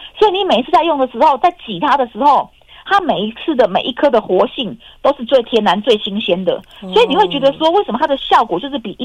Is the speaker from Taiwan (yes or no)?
yes; Taiwan; 因为日本的日本的收入是我们台湾人的4倍。